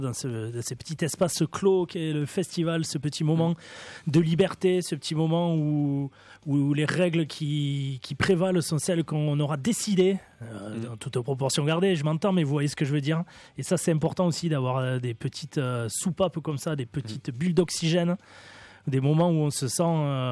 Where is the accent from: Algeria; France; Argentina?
France; Albi, Occitanie; Radio Albigès, on est d'Albi, on est du Tarn.